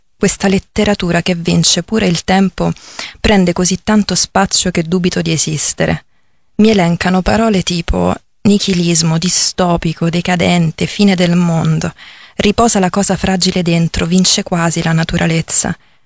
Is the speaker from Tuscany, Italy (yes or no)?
no; Rome, Lazio, Italy; sono romana, però c'è un riferimento che faccio all'interno di un testo che è delle origini lucane della mia famiglia